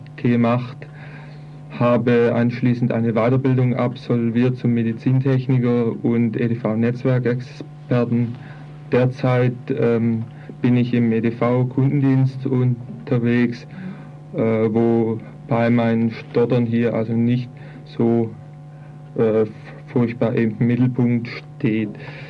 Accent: Marburg, Hesse, Germany; born there; now in Stuttgart, Germany; Ich bin geboren 1965 in Marburg an der Lahn in Hessen.

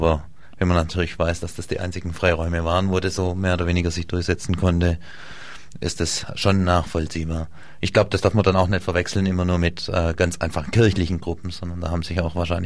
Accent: western Germany, Germany; für mich als Wessi oder für uns im Westen hier

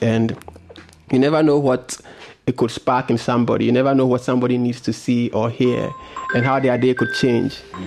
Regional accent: Accra, Greater Accra, Ghana; I'm an artist from Ghana. I live mainly in Accra.

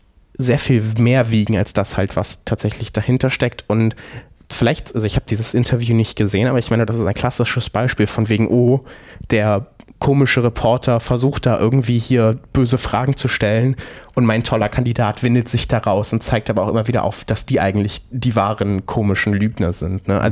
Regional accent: Saxony-Anhalt, Germany; Ja, und also ich komme aus Sachsen-Anhalt. Meine zumindest halbe Familie, also sowohl meine Eltern als auch die Hälfte meiner Großeltern leben noch dort.

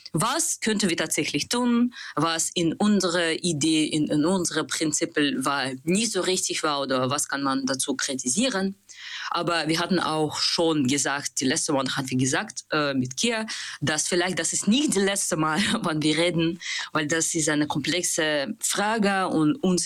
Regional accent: Russia; German is a second language; moved away; Ich bin Anarchist und Aktivist und Feminist. Ich bin aus Russland

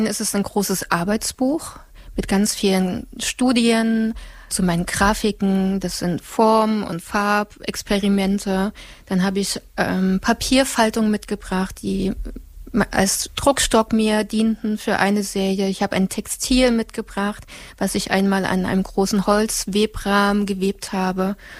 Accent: Saxony, Germany; now in Halle, Germany; Ich lebe und arbeite in Halle. Ursprünglich komme ich aber aus der Oberlausitz, aus Sachsen. In der Nähe von Bautzen liegt das und ich bin 41 Jahre alt.

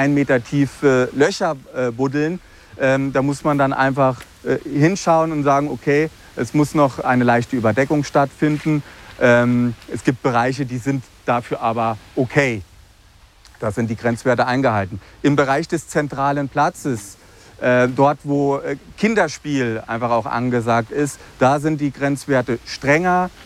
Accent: Northern Germany, Germany

